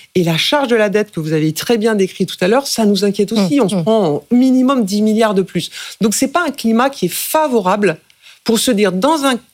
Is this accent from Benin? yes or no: no; France; Donc, le ressenti, d'abord, qu'on peut avoir en tant que Français, concitoyen, c'est que, il y a le droit de faire la grève, premier sujet.